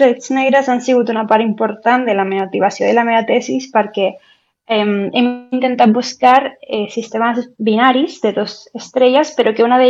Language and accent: Catalan; Lanzarote, Canary Islands, Spain; Catalan is a second language; Doncs he de dir que per mi des de petita, bueno, jo és que sóc de Canàries, de Lanzarote.